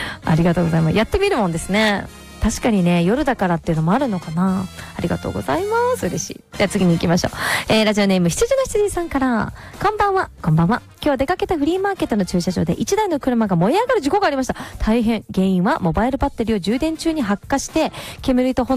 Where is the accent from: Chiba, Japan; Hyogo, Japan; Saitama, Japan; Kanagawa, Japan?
Hyogo, Japan; Nishinomiya; 我が地元兵庫県の西宮市にやってくるとのことで、 阪急西宮ガーデンズへ行きました。